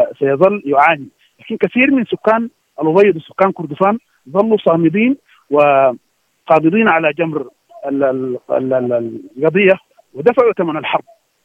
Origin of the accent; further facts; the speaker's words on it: Sudan; بالنسبة لنا كسودانيين